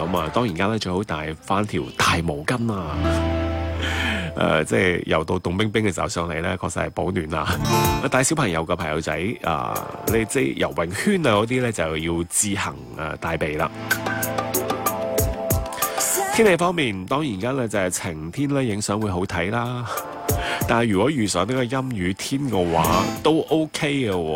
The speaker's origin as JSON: {"language": "Cantonese", "region": "Guangdong", "country": "China"}